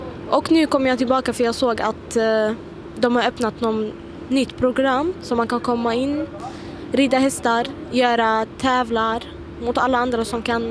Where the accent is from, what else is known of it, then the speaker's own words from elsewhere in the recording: Syria; also born or lived in Jordan; now in Sweden; Jag kommer från Syrien faktiskt.